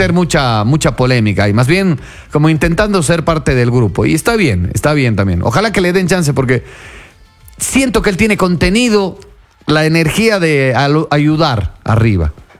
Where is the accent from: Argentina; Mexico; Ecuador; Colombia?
Ecuador